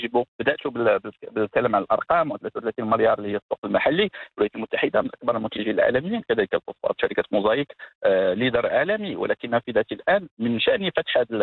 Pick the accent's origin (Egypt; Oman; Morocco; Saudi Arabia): Morocco; الملكية التي نتوحد جميعا كمغاربة حولها